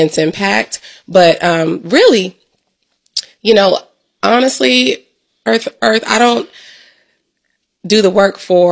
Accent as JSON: {"language": "English", "town": "Columbus", "region": "Ohio", "country": "United States", "tie": "born or raised there", "said": "I am born and raised in Columbus, Ohio. Shout out to Columbus, Ohio. Proud. And I feel like I'm like a mix between the north side and the east side."}